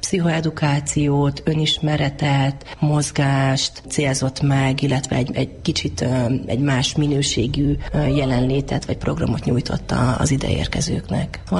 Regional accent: Gyula, Békés, Hungary; moved away as an adult; also born or lived in Budapest; a gyulai lét, ugye visszaköltözni, de gyula, hiszen én gyulai vagyok, azért az csak az elmúlt 5-6 évben történt meg

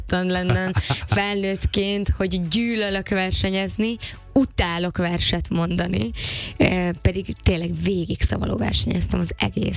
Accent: Hungary; hogy akár ne is hallják azt rajtam, hogy magyar vagyok, amikor szlovákul beszélek.

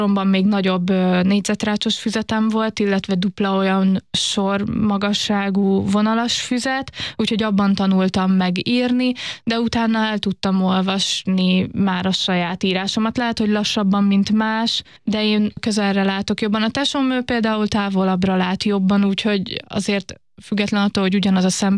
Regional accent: Paks, Tolna, Hungary; mi egy kisebb városban nőttünk fel, Paksa gyorsan és teljes mértékig integráltan

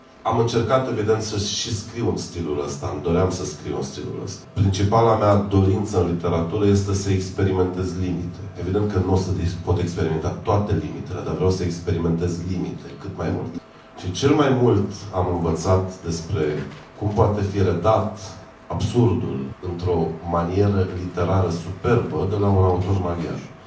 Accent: Vișeu de Sus, Maramureș County, Romania; pe Valea Vaserului, de unde sunt eu, din Vișeul de...

